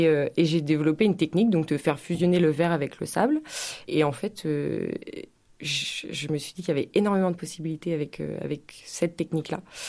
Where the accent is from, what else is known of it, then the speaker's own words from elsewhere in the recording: Normandy, France; moi je suis originaire de Normandie, donc je suis rentrée par là